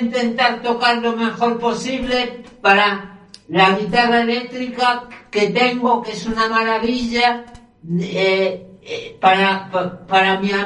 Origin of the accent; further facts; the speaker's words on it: Galicia, Spain; los galegos somos muchos galegos, somos de Deus, de bueno, pues, Deus o de la naturaleza o que exista.